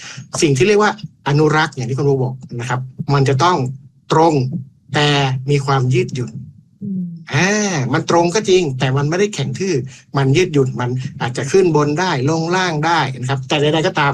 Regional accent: Lampang, Thailand; ผมเข้าใจภาษาอื่นด้วยนะผมเป็นคนเหนือนะครับผมเป็นคนลำปางนะครับ

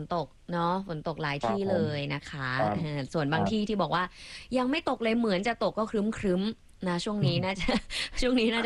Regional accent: Chiang Mai, Thailand; เชียงใหม่ค่ะ

